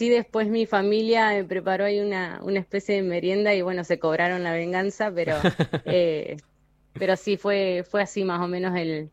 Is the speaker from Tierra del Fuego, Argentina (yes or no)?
yes; Río Grande, Tierra del Fuego, Argentina; Yo soy fueguina, soy nacida acá, mi mamá es nacida acá, soy criada en Río Grande, formada profesionalmente acá en Río Grande